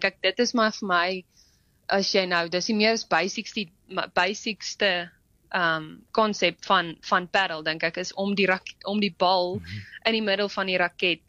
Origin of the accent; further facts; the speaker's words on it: Bloemfontein, Free State, South Africa; also born or lived in United States; ek is van Bloemfontein af